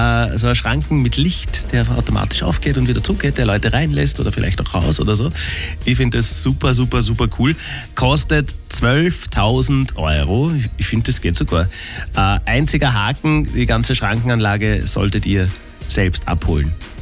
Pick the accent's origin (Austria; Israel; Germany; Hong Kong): Austria; Lower Austria; nahe meiner Heimat in Melk in Niederösterreich